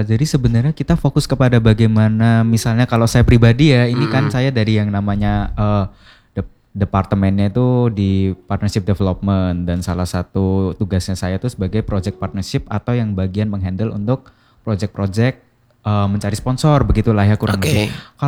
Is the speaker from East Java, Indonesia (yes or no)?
no; Surakarta, Central Java, Indonesia; saya dari Solo.